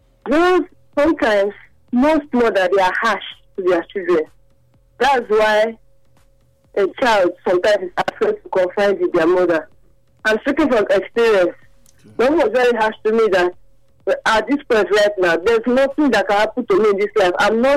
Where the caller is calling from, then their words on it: Agbor, Delta, Nigeria; calling from Agbor.